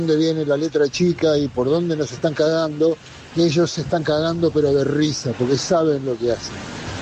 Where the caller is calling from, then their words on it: Argentina; de Pompeyo.